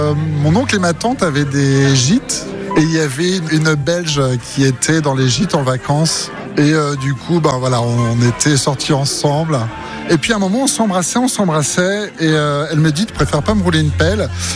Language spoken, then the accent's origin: French; Erquy, Brittany, France; moved away as an adult; now in Quimper, France; Je suis d'Erquy et j'habite à Quimper depuis 11 ans maintenant.